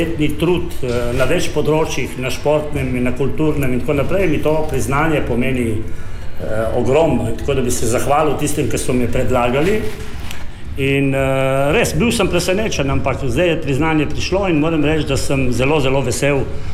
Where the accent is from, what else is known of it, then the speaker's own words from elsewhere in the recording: Lig, Goriška, Slovenia; born there; jaz nisem Novogoričan, jaz sem doma iz Liga oziroma z Melinko tam v kanalski občini